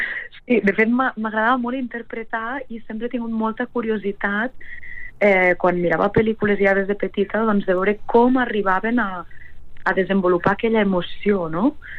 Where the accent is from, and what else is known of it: Darmós, Catalonia, Spain; born or raised there; moved away